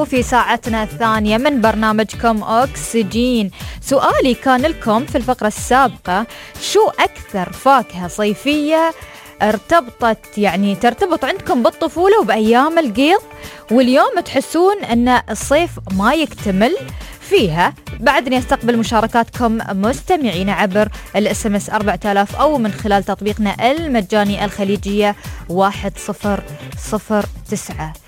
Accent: United Arab Emirates

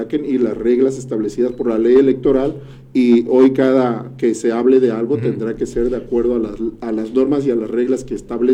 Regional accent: Mexico; la defensa de la soberanía es lo que nos da a nosotros una identidad como mexicanos.

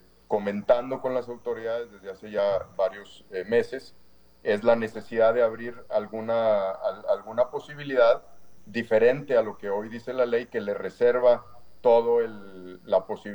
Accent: Mexico; los primeros beneficiados de la posibilidad de abrir, de volver a abrir el sector minero, somos los mexicanos.

